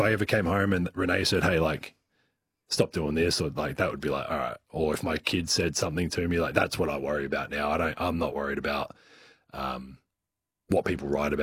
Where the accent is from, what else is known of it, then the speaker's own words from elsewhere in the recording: Adelaide, South Australia, Australia; Growing up in Adelaide and playing for the Tigers, like you just don't, those things never, like I wanted to play for Australia.